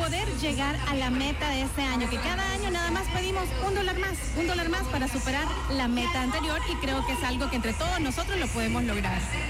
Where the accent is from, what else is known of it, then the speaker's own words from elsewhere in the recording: El Salvador; como salvadoreños hemos construido